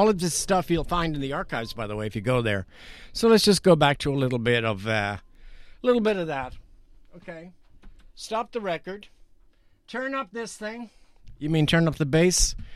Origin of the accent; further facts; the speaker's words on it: Ireland; moved away; I've been everywhere, up and down, into Scotland, across Wales, and of course, growing up in Ireland and traveling through Northern Ireland.